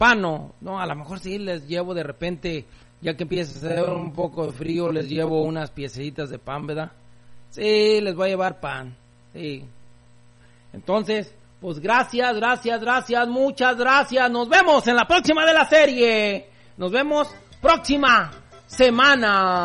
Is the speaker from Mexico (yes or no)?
yes; Guadalajara, Jalisco, Mexico; also born or lived in Huejúcar, Jalisco; now in United States; Creado por el área de Guadalajara y pues nacido en Huejúcar, Jalisco.